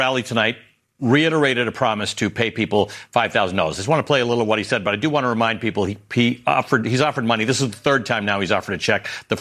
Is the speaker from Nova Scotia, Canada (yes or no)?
no; Toronto, Ontario, Canada; I'm from a little west of there. I'm from Toronto.